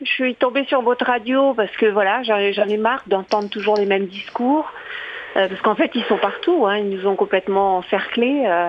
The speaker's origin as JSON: {"language": "French", "country": "France", "tie": "born there", "said": "Je suis née en France, de parents maghrébins qui ont donné leur vie pour la France"}